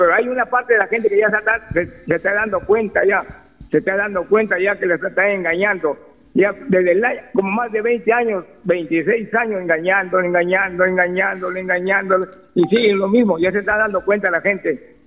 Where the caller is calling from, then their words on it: Olmos, Lambayeque, Peru; un saludo a mi pueblo de Olmos